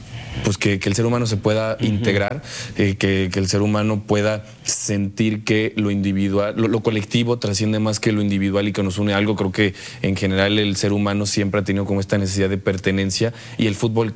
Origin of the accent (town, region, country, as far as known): Mexico